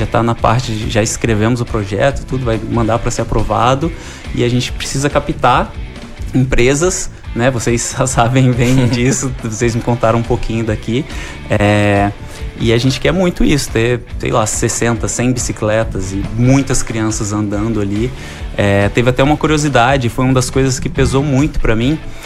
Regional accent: Brazil; now in Rio de Janeiro, Brazil; mesmo sendo brasileiro

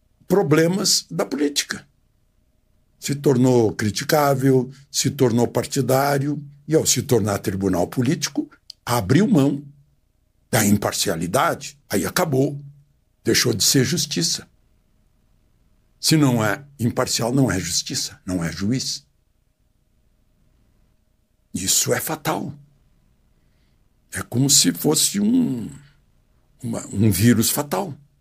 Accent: Rio Grande do Sul, Brazil; moved away

